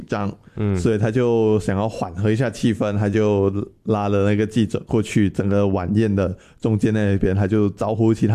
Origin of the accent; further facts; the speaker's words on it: Guangdong, China; accent: Cantonese; 我第一个想法就是，我们广东话就是讲啊，摇钱逮塞妹